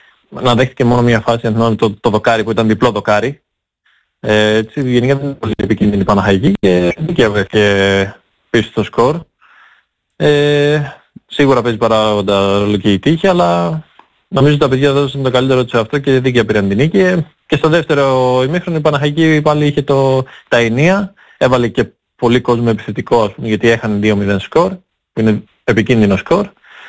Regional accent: Patras, Western Greece, Greece; και επειδή ήξερα ότι είμαι πατρινός

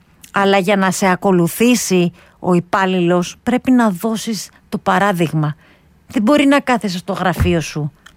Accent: Chaidari, Attica, Greece; ευτύχησα ως παιδί να μεγαλώσω στο Δήμο του Χαϊδαρίου

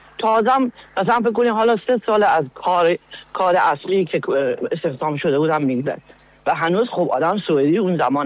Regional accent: Iran; now in Sweden; اومده بودم سوئد، بعد از اینکه خب حالا اقامت گرفتیم و کلاس اسی بی رفتیم، اولین کاری که گرفتم، خب چون از ایران اومدم فکر میکردم خب باید اینجا مثل سیاسی باشی

